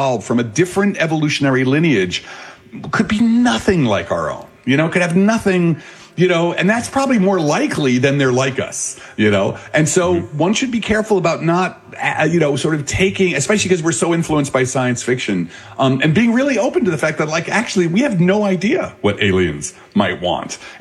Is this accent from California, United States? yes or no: no; Belleville, New Jersey, United States